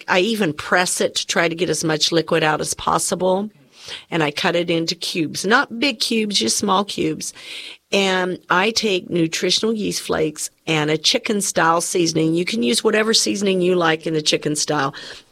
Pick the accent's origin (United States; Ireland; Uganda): Ireland; I didn't like it as much because I like potatoes. I'm Irish, you know. I love my potato.